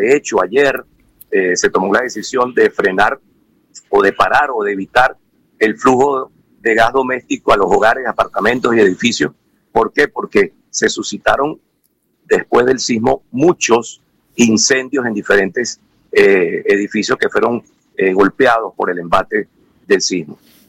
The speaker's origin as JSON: {"language": "Spanish", "country": "Venezuela", "said": "la realidad que estamos viviendo en este momento en mi país es muy complicada, es muy terrible. Hay que tener fe. Uh-huh. Seguramente algún paisano venezolano nos está escuchando a través de la radio."}